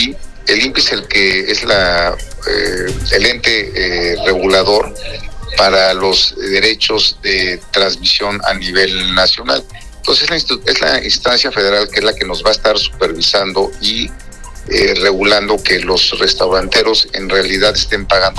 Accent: Mexico

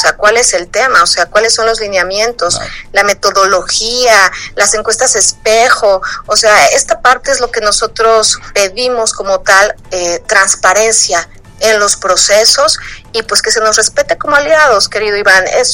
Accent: Mexico

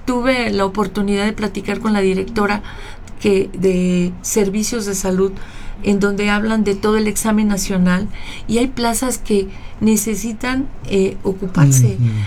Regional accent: Mexico; nos da un lugar importante como mexicanos

